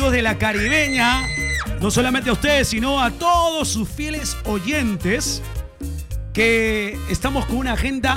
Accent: Chimbote, Ancash, Peru; mi barrio... Rinconada, se llama en mi pueblo, en Santa Chimbote.

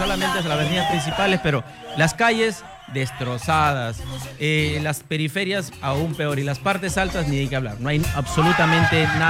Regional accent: Lima, Peru; Yo soy del barrio más picante de San Juan del Urigancho.

